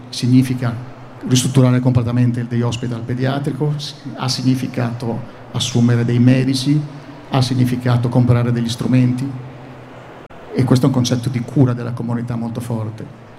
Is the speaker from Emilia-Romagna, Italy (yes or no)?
yes; Emilia-Romagna, Italy; sono romagnolo